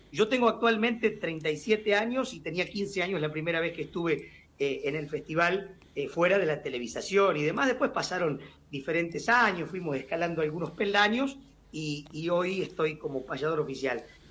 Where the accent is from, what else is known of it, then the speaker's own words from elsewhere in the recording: Rojas, Buenos Aires Province, Argentina; Yo soy de un pueblo que se llama Rojas, provincia de Buenos Aires, provincia de Buenos Aires, un pago pequeño, tierra del poeta, del escritor Ernesto Sábato, por ejemplo, cerca de Junín, de Pergamino, y vivo en Roberto Cano, un paraje rural